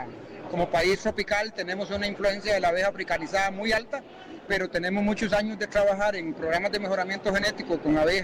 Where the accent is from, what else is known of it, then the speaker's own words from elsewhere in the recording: Guanacaste, Costa Rica; soy apicultor de Costa Rica. Me dedico a la producción de miel y a la producción de reinas. Soy creador de reinas en la zona donde estamos, que es la zona de la península de Nicoya, en Costa Rica.